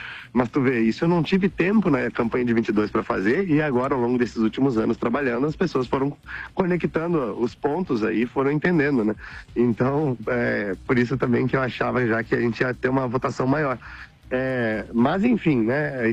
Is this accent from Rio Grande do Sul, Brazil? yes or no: yes; Nova Bassano, Rio Grande do Sul, Brazil; eu sou de Nova Bassano.